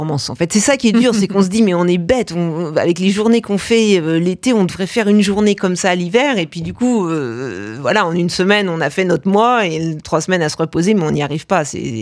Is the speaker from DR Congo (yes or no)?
no; Auvergne-Rhône-Alpes, France; J'ai grandi en Savoie.